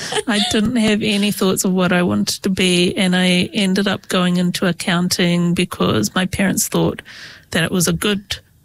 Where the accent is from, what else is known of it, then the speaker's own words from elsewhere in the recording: Hamilton, Waikato, New Zealand; also born or lived in India / Canada; to the question where I'm from is always Kirikiriroa, Hamilton.